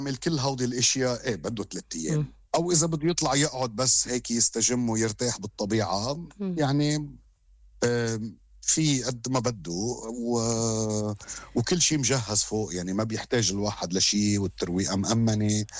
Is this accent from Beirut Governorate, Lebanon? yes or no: no; Ammatour, Mount Lebanon, Lebanon; born there; بضيعتي بعماطور بتبعد تقريبا شي ساعة عن بيروت،